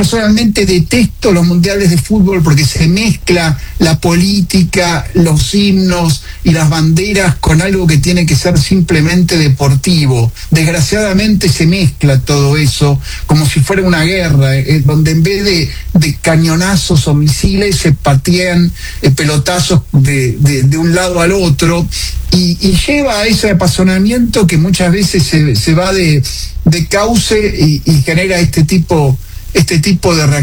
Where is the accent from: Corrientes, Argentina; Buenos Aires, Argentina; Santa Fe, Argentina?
Buenos Aires, Argentina; a los que nos llamamos porteños porque somos del puerto de Buenos Aires